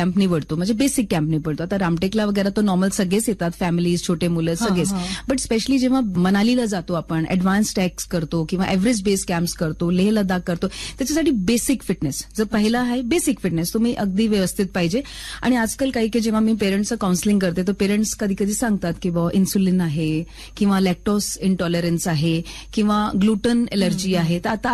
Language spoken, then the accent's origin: Marathi; Chandigarh, India; moved away; also born or lived in Himachal Pradesh; माझा hometown Chandigarh plus Himachal तर माझा जो रूट्स आहे ते खूप स्ट्रॉंग आहे